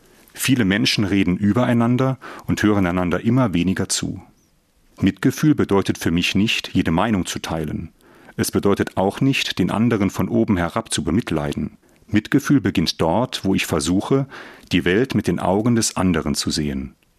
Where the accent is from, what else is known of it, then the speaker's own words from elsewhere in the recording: Saarbrücken, Saarland, Germany; also born or lived in Völklingen; now in Trier, Germany; Ich bin ein waschechter Saarländer. Geboren bin ich in Saarbrücken, aufgewachsen in Saarbrücken und Völklingen. Auch wenn ich jetzt wieder in Trier lebe, durfte ich in den vergangenen 5 Jahren wieder daheim, in Saarbrücken, arbeiten und leben.